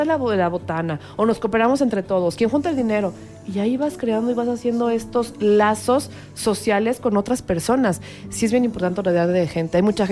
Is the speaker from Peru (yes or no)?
no; Mexico; Que en este caso pues somos mexicanos